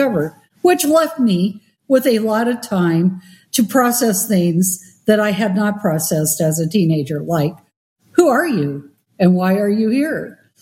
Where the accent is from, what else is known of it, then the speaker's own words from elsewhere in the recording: Seattle, Washington, United States; now in East Texas, United States; Well, remember, I'm from Seattle. East Texas is Podunkville.